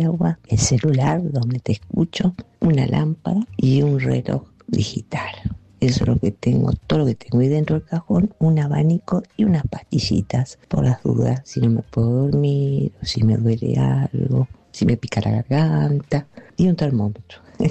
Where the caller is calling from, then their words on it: Pergamino, Buenos Aires Province, Argentina; de Pergamino.